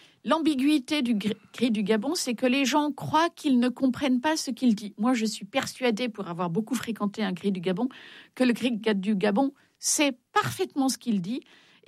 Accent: Belgium; Je suis belge.

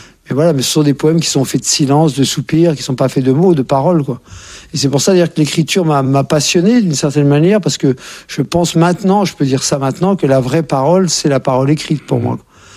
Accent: Courbevoie, Île-de-France, France; born there

